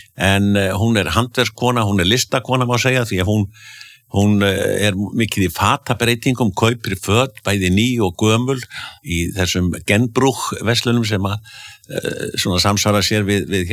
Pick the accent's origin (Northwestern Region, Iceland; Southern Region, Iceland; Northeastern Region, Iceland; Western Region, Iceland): Northeastern Region, Iceland; Akureyri; born or raised there